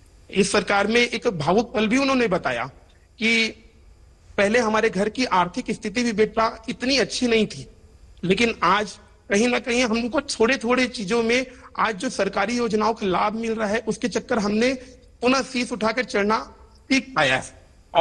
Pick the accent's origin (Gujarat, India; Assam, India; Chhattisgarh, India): Chhattisgarh, India; Kota; मैं छत्तीसगढ़ से हूँ, छत्तीसगढ़ से बिलासपुर में, एक कोटा नाम का जनपद है अपना, वहीं से मूल निवास है मेरा।